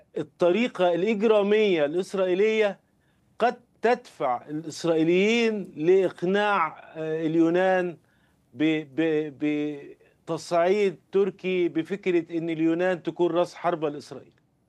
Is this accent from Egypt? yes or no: yes; Egypt; انا كمواطن مصري